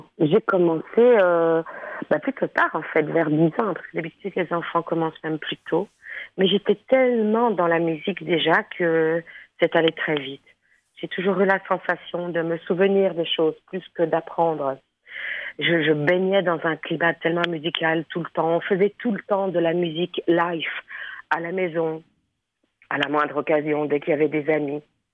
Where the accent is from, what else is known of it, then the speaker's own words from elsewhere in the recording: Brussels, Brussels-Capital Region, Belgium; moved away as an adult; now in Thessaloniki, Greece; moi, je suis bruxelloise. Je suis née et j'ai grandi et j'ai vécu à Bruxelles jusqu'à mes quoi, 23-24. Et je suis la troisième génération à Bruxelles. C'est la mère de ma mère qui y est allée.